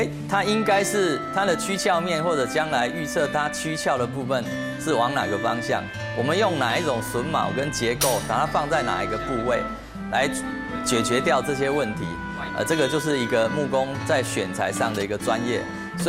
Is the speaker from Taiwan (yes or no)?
yes; Penghu County, Taiwan; 我本身是澎湖人，